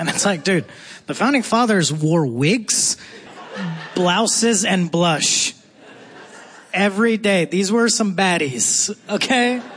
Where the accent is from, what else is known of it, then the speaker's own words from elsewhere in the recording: Texas, United States; also born or lived in India / Ohio; I was born in India, and then when I was six, my family moved to Texas. Okay, and after Texas, we moved to Ohio.